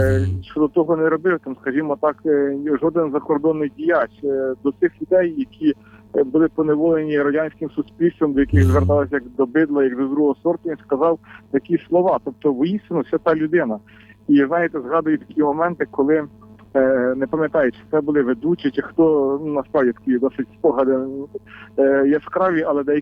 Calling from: Vinnytsia Oblast, Ukraine; я з Вінницької області

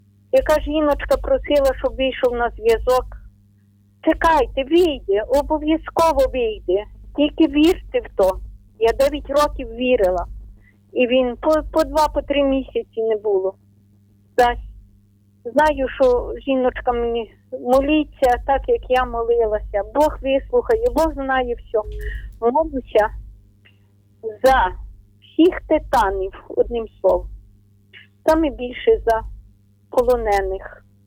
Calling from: Ternopil Oblast, Ukraine; Тернопільщина … За все дякую Богу! За все! І славлю Його разом з українським народом!

